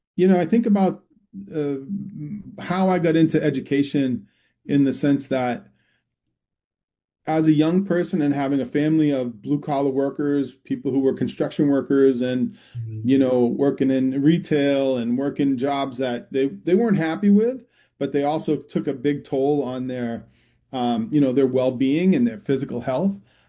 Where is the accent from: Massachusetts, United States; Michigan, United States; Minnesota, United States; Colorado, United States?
Massachusetts, United States; moved away as an adult; also born or lived in Ethiopia / Saudi Arabia / North Carolina; I taught school in Massachusetts, where I've come from, as you'll hear from my accent over time.